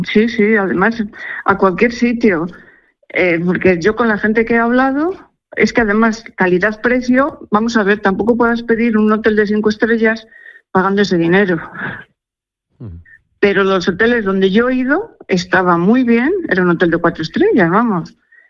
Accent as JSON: {"language": "Spanish", "town": "Toro", "region": "Castile and León", "country": "Spain", "said": "Yo soy de Zamora, de Toro."}